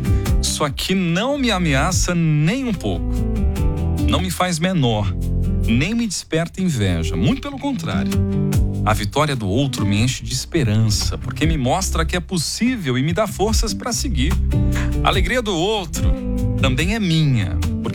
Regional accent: North Region, Brazil; Eu sou aqui do norte do Brasil, isso dói muito.

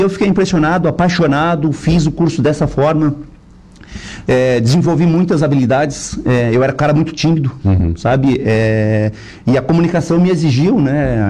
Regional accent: Siderópolis, Santa Catarina, Brazil; Então, eu sou natural lá de Siderópolis, rua João Caruso McDonald. a rua do Bar do Dico, a gente fala assim, a rua do Bar do Dico. É, morávamos lá, né?

